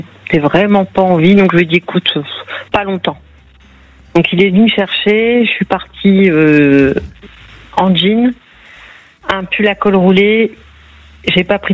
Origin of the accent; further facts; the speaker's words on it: northern France, France; En fait, j'étais seule, moi je suis native du nord de la France, J'étais seule avec mes trois enfants.